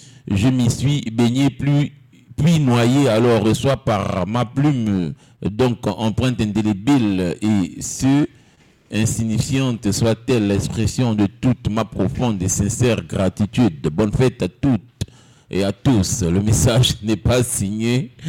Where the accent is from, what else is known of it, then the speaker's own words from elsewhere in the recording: Paris, Île-de-France, France; Moi je suis Parisien.